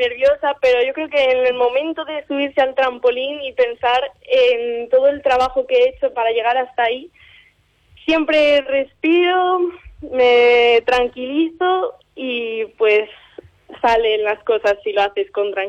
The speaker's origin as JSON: {"language": "Spanish", "town": "Xinzo de Limia", "region": "Galicia", "country": "Spain", "tie": "born or raised there", "said": "representar a mi pueblo por todo lo alto"}